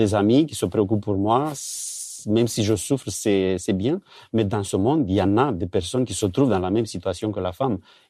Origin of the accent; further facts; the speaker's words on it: Romania; moved away; Moi, j'ai grandi en Roumanie quand j'étais petit.